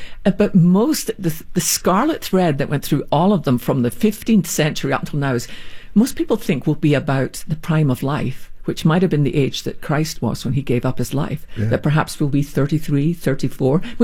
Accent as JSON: {"language": "English", "region": "Scotland", "country": "United Kingdom", "tie": "born or raised there"}